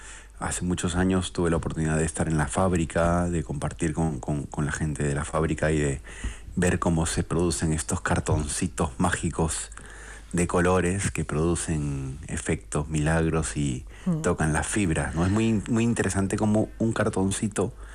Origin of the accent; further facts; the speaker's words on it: Lima, Peru; Yo vengo de Perú, yo soy de Lima, de Perú.